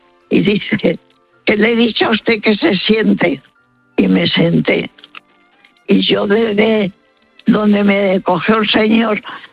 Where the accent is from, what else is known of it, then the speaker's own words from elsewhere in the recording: Madrid, Community of Madrid, Spain; Y ya dije de dónde era, de Madrid.